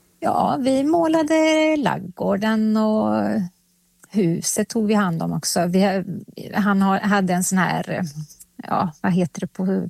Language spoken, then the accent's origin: Swedish; Finland; now in Sweden; Och sen, ja, nu är jag liksom, ja, men jag är finsk. Men jag bor i Sverige, så att jag liksom försöker ändå att ta vara på liksom och fortsätta åka till Finland.